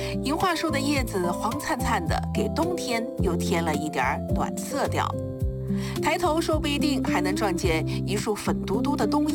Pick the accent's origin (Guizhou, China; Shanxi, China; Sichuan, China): Sichuan, China; 再来说说咱们四川的攀枝花。攀枝花也是一个全年都很暖和的地方，咱们四川人啊，私下都叫它四川小三亚。